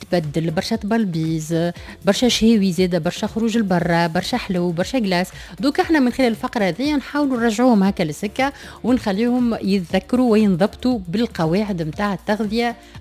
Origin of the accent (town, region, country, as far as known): Tunisia